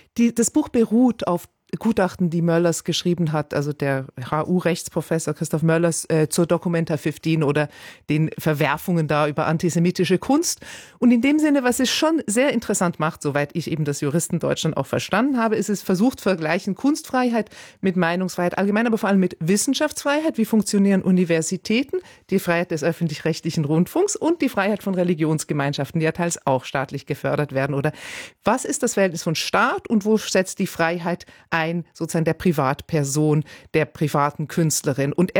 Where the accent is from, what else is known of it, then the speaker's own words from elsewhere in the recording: United Kingdom; ich bin ja selber Britin